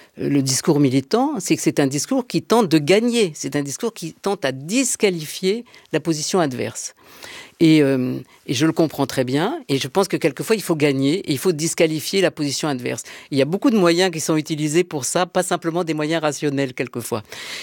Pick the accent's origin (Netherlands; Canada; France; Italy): France; Marseille, Provence-Alpes-Côte d'Azur; moved away as an adult; now in Paris, France; Je suis arrivée à Paris en 1972, parce que j'étais entrée à Normale Sup. Je venais de Aix et de Marseille.